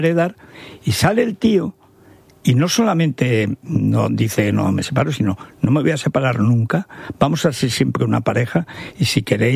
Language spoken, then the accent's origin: Spanish; Teruel, Aragon, Spain; Y yo, que eso no soy nada noruego, porque en Teruel somos pocos noruegos